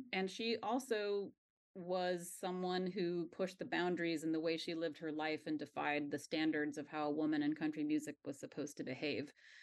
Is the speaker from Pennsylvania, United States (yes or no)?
no; Georgia, United States; So I grew up in Georgia